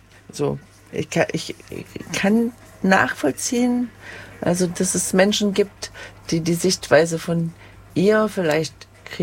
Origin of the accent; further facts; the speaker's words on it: Halle, Saxony-Anhalt, Germany; also ich komme aus Halle und Sachsen-Anhalt